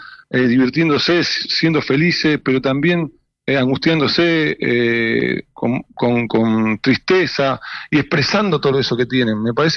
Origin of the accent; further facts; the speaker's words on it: Argentina; que el 100% de los argentinos nos sentimos identificados con lo que ellos hacen. Porque nosotros somos eso, los argentinos.